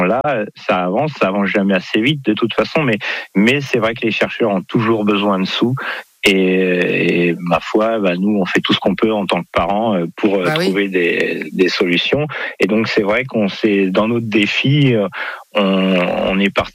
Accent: Normandy, France

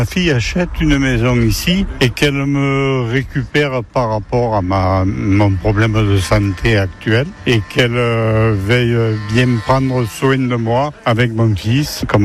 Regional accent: Provence-Alpes-Côte d'Azur, France; Du Var, c'est pas mal, mais les jeunes sont un peu plus cons qu'ici.

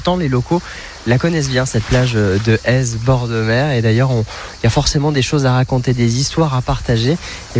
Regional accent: Nice, Provence-Alpes-Côte d'Azur, France; Entre nous, moi aussi je suis niçois.

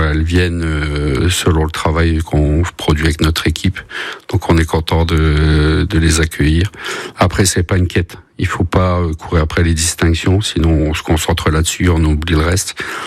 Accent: Nouvelle-Aquitaine, France; born there; also born or lived in French Flanders, Hauts-de-France, France; moi j'ai grandi ici, j'ai connu mon épouse ici. Ça fait 25 ans qu'on connaît le Poitou. Donc même si on est originaire des Flandres, à frontière belge, on a passé beaucoup plus de temps dans le Poitou que chez nous. Donc c'est un retour, on va dire, à notre enfance. On est revenu ici.

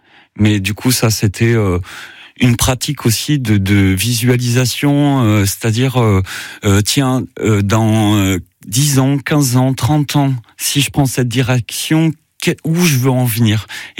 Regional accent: Auvergne-Rhône-Alpes, France; moved away as an adult; also born or lived in Clermont-Ferrand / Tourcoing; Je suis né dans le Cantal. En Auvergne, donc la campagne, bien la campagne.

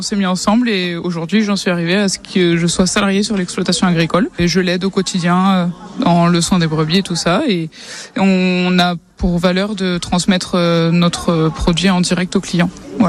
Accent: Argagnon, Nouvelle-Aquitaine, France; Je suis salariée agricole par mon conjoint. Nous sommes d'Argagnon, à côté d'Orthès, et nous avons des brebis laitières.

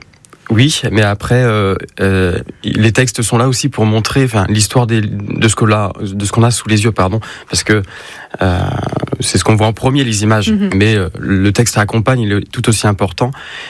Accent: Bourges, Centre-Val de Loire, France; le Berry, c'est ma région natale. Je suis né à Bourges. J'y suis très attaché

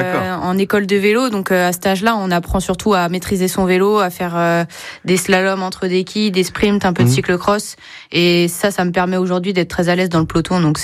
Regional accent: Laval, Pays de la Loire, France; moved away as an adult; also born or lived in Vendée; C'est ça, je suis née à Laval, mes parents ont une ferme à Méral, donc en Mayenne. Et j'ai vécu pendant 5 ans en Vendée parce que je travaillais en Vendée, mais maintenant je navigue un petit peu entre les deux.

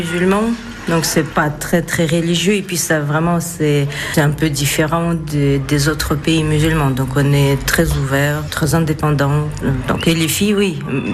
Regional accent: Bishkek, Kyrgyzstan; French is a second language; moved away as an adult; now in France; Je suis née et j'ai grandi à Bishkek.

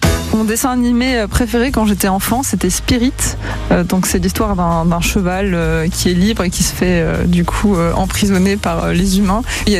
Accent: Reims, Grand Est, France; Alors, je sais que je suis de Reims parce que j'habite juste en face de la basilique Sainte-Clotilde, qui est magnifique.

